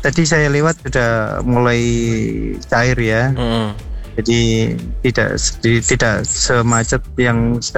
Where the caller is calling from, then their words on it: Indonesia; Kebetulan saya warga Gedong.